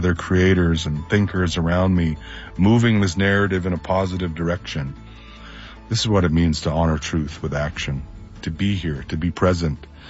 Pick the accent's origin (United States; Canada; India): Canada; Manitoba; I come from the Pegwis First Nation. I grew up in a home without running water.